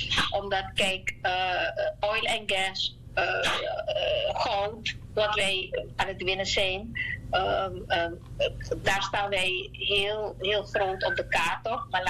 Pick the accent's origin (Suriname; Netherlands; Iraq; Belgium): Suriname